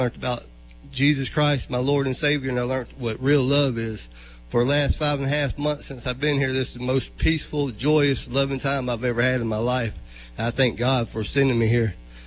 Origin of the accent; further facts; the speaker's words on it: Clayton County, Georgia, United States; I'm 41 years old. I'm from Clayton County, Georgia. I grew up poor in a pretty rough drug-infested neighborhood.